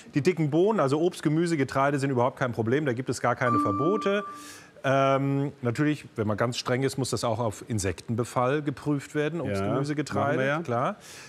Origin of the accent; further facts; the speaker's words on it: Kurpfalz, Germany; Ich bin in der Kurpfalz aufgewachsen.